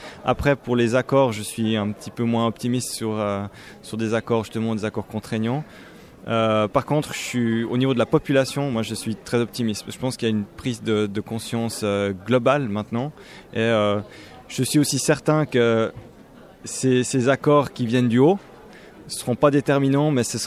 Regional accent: Switzerland; Alors, on va dire que je suis raisonnablement, comme je suis suisse, je veux dire, je suis moyennement et raisonnablement optimiste.

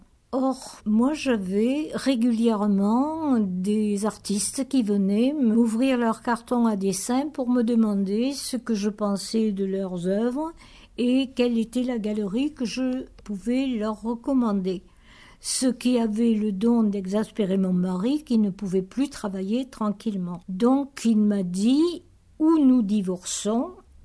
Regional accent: Foix, Occitanie, France; Alors moi je suis née à Foix, au pied du château. J'ai passé toute mon enfance au pied de ce château et dans le château.

